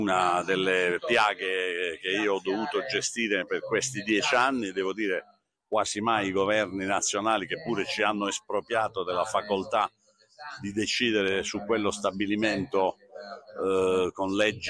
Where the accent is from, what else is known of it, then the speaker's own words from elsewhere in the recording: Apulia, Italy; per la mia terra che è la Puglia.